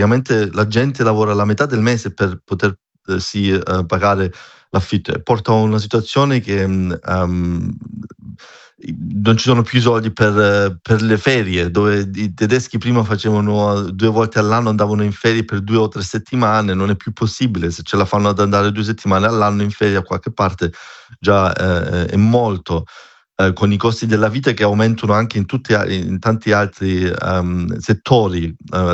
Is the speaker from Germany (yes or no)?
yes; Stuttgart, Baden-Württemberg, Germany; io sono da Stoccarda, avevamo 300 membri, adesso siamo 1200 membri